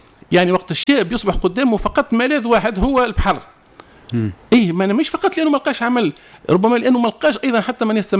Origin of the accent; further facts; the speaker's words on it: Tunisia; عندنا في تونس